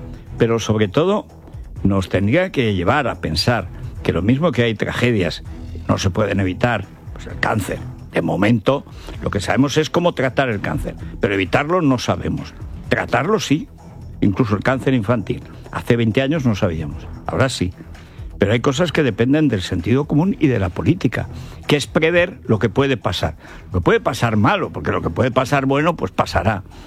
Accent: Spain; born there; moved away; en Molina de Aragón, toda esa parte que llega hasta Orea, que está pegada a mi pueblo

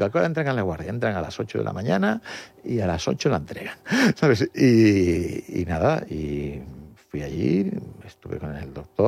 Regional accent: Canary Islands, Spain; also born or lived in Madrid; como estudiaba, como todo canario que va a estudiar a Madrid, pues muchos de ellos estudian en colegios mayores.

